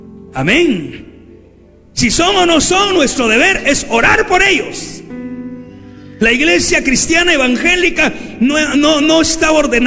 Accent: Guatemala; nuestra gente linda de Guatemala

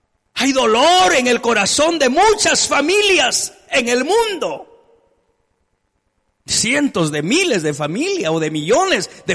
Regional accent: Guatemala; Todos en Guatemala salíamos, entrábamos, íbamos a la tienda, íbamos al mercado, íbamos al trabajo, tranquilos, felices.

